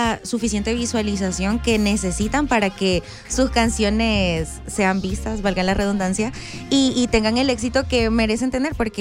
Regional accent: Lourdes, La Libertad, El Salvador; yo soy de Lourdes.

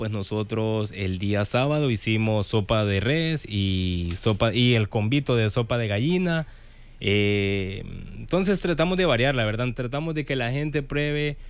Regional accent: El Salvador; somos salvadoreños

